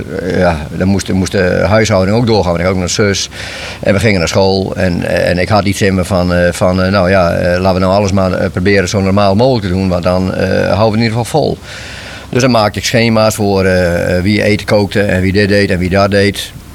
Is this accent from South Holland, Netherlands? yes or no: no; Lippenhuizen, Friesland, Netherlands; born there; Lippenhuizen, zeggen ze in het Fries, Lippenhuizen, ja. In fatsoenlijk Nederlands. Nou, daar ben ik geboren in 1943.